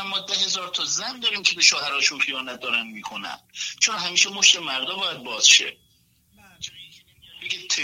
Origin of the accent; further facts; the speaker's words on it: Iran; now in United States; شهر خودم در ایران پاپیچه من شدن، بیا زن بگی، بیا زن واسهت پیدا کنیم، ولی دیگه میبینن که یه پام این کشور یه پام اون کشور